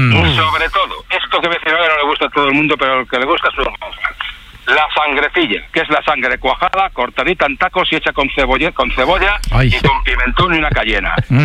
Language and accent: Spanish; Valladolid, Castile and León, Spain